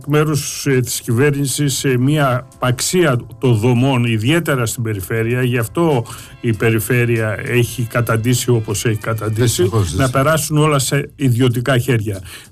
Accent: Katakolo, Western Greece, Greece; Το είπε για το Κατάκολο, είναι η πατρίδα μου.

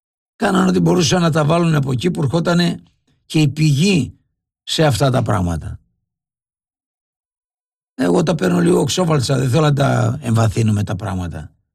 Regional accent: Greece

